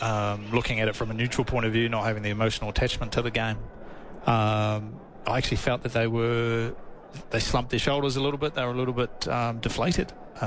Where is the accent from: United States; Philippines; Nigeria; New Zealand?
New Zealand; I think as a New Zealander and probably the majority of Australian states, the morning game's a better time to watch it